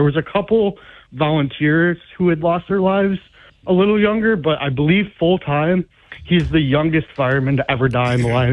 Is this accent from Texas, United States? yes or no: no; New Hartford, New York, United States; Yeah, I was born and raised in New Hartford, New York. My family's been there, forever